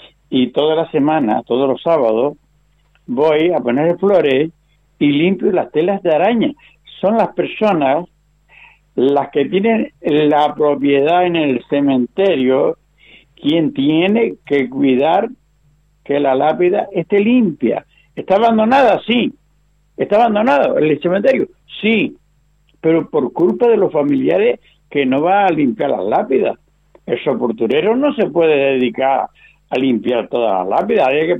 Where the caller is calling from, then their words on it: Atalaya, Canary Islands, Spain; Mira, Javier … de la Atalaya.